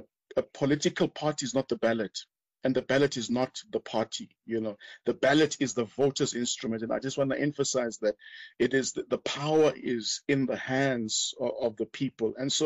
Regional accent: South Africa; as South African citizens

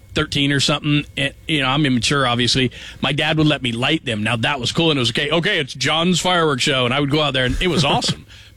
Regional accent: California, United States; I grew up in California, and so we would do it on our little block

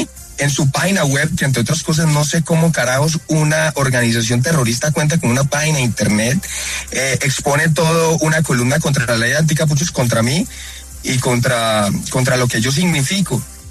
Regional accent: Cali, Valle del Cauca, Colombia; porque además yo soy de Cali y Michelle y los oyentes deben acordarse del paro criminal en Cali.

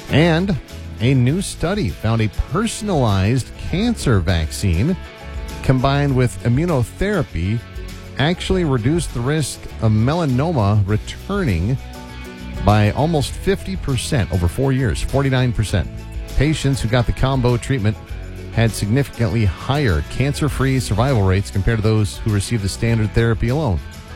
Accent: California, United States; moved away; we've got animal news out of my home state in California.

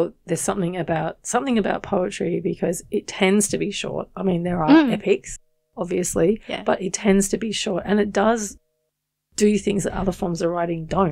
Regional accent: Oxley, Queensland, Australia; right, I'm from Oxley.

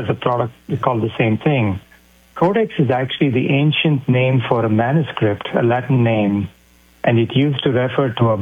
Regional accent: India; now in United States; So my own background, I grew up in India. I came to America for grad school. I trained as an electrical engineer.

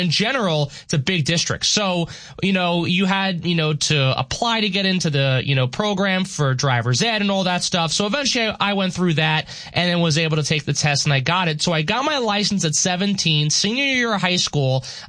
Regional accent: New York, United States; The thing is like growing up on Long Island, you need a car.

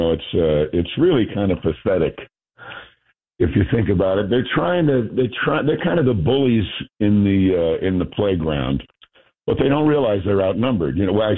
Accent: Mount Kisco, New York, United States; I'm from New York, and that's one of the big surprises. People don't really realize that. I'm from Mount Kisco, New York.

